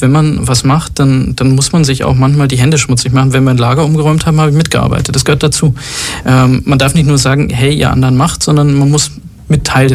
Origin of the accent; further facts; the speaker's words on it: Tunisia; Habe ich halt gesagt, meine Mutter kommt aus Tunesien. Ich Ich bin Tunesier.